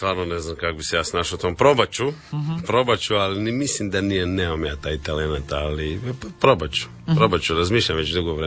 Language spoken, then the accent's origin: Croatian; Pag, Zadar County, Croatia; Rodom sam ja sa Paga. A tamo u krugu Zadra, tu u Vrsima, baš imamo apartman